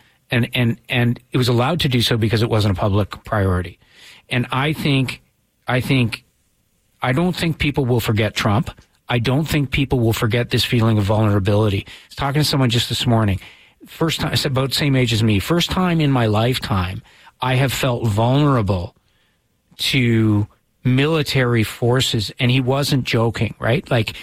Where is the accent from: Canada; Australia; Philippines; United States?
Canada; Toronto, Ontario; moved away; also born or lived in Halifax / Kingston / Edmonton; I grew up in Toronto, you know, I went to school in Halifax and at Queens, right?